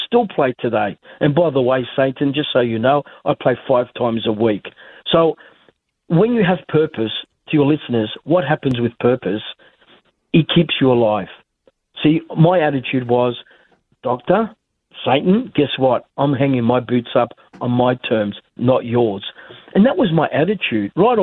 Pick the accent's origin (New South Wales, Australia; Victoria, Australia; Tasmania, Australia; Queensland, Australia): New South Wales, Australia; Newcastle; now in Sydney, Australia; I was living in Sydney at the time, because I moved from Newcastle and went to come to Sydney here